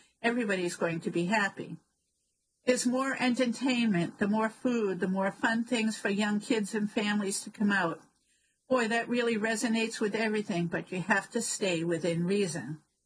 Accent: Wrentham, Massachusetts, United States; Being a teacher for 35 years at King Philip High School and just growing up in Wrentham, I always enjoyed being a part of the day and seeing former students and people I grew up with around town.

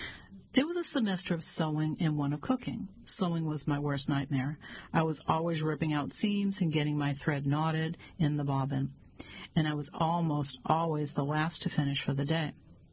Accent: Iowa, United States; now in California, United States; Although I have been a California resident for almost 5 decades, I grew up in the Midwest. I graduated from an Iowa high school in 1967 and completed my college degree at the University of Northern Iowa in 1971.

